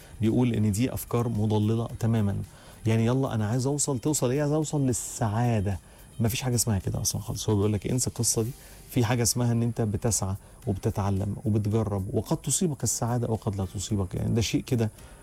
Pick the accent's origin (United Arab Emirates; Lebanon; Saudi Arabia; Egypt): Egypt; احنا دايما عندنا نظره كمصريين كده عامه